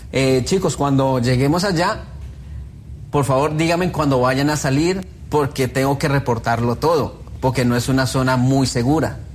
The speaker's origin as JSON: {"language": "Spanish", "town": "Soacha", "region": "Cundinamarca", "country": "Colombia", "also_born_or_lived": "Bogotá", "moved": "yes", "said": "Yo soy de un pueblo llamado Soacha."}